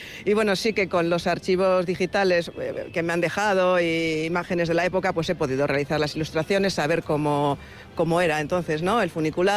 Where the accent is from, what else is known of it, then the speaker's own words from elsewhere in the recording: Basque Country, Spain; Y es mi funi, como digo yo, ¿no? Es mi pueblo